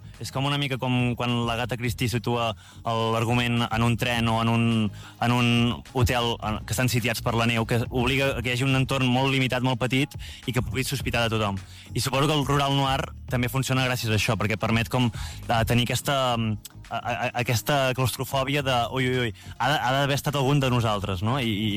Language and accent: Catalan; Vic, Catalonia, Spain; sóc de Vic